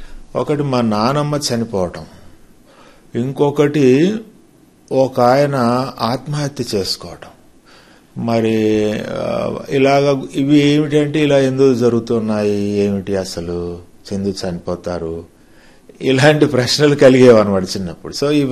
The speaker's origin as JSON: {"language": "Telugu", "town": "Vellampalli", "region": "Telangana", "country": "India", "tie": "born or raised there", "also_born_or_lived": "Vavilala / Godavarikhani", "said": "మాది వెల్లంపల్లి గ్రామము, ప్రస్తుతం భూపాలపల్లి జిల్లా టేకుమట్ల మండలంలోకి వస్తుంది. నేను చదువుకున్నది 5th వరకు మా ఊరు వెల్లంపల్లిలో చదువుకున్నాను."}